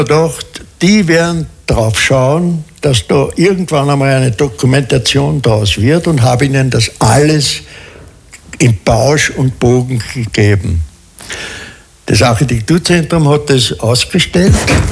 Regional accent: Lower Austria, Austria; born there; bis meine Tante mir gesagt hat, na, du bist da in einem Heim geboren im Wienerwald, im Wienerwald, nicht Heim Wienerwald, im Wienerwald.

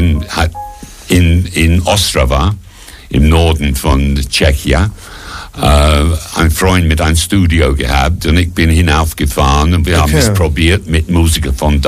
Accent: England, United Kingdom; German is a second language; moved away as an adult; now in Vienna, Austria; Ja, ich bin Engländer, der schon länger in Wien wohnt. Mehr als die Hälfte meines Lebens eigentlich.

